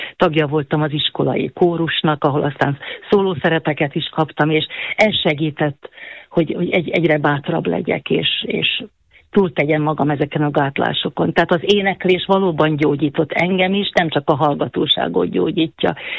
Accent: Lučenec, Banská Bystrica Region, Slovakia; Ja, igen, igen, hát Losoncon születtem, és valóban pincen éltem le életem legfontosabb gyermekéveit.

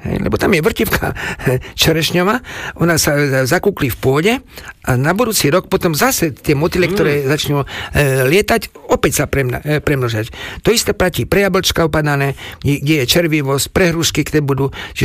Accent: Prešov, Prešov Region, Slovakia; u nás v Prešove na východe

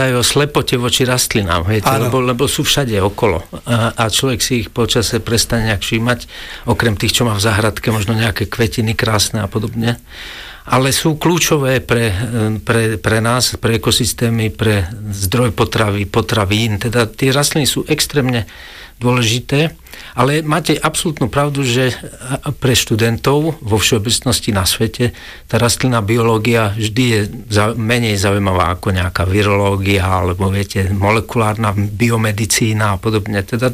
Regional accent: Betliar, Košice Region, Slovakia; Na Gemeri. Gemerská poloma, to je Betlia Rožňava.

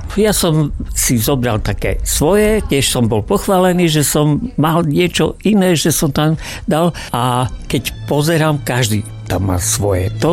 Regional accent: Ľubotice, Prešov Region, Slovakia; som z Ľubotíc pri Prešove, som dôchodca.

